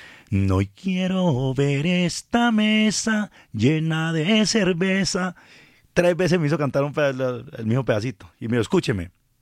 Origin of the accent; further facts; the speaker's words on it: Puerto Berrío, Antioquia, Colombia; yo soy de Puerto Berrío, Antioquia, donde uno suda bañándose.